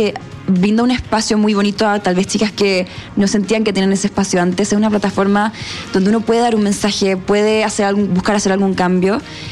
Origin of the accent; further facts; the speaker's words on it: Viña del Mar, Valparaíso, Chile; moved away as an adult; now in Santiago, Chile; Yo soy de Viña, pero me vine acá a estudiar en la universidad hace varios años y ya estoy viviendo aquí.